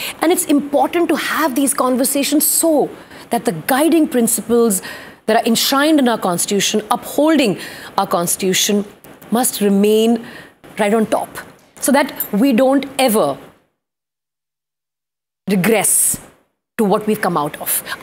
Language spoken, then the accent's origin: English; Punjab, India; I mean, I'm vested in Punjab because I'm from Punjab.